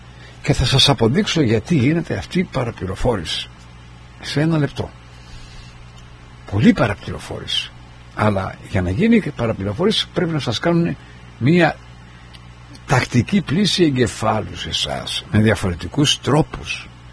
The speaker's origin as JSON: {"language": "Greek", "town": "Argostoli", "region": "Ionian Islands", "country": "Greece", "said": "εγώ είμαι και πάρα πολύ χαρούμενος που είμαι Κεφαλονίτης, Αργοστολιώτης"}